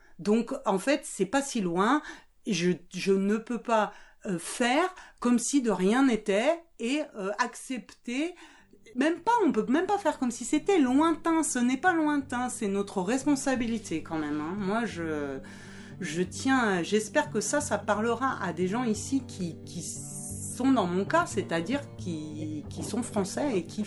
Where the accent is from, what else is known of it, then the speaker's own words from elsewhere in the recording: France; moi je suis française, mes grands-parents, ils étaient à Lyon pendant la Seconde Guerre mondiale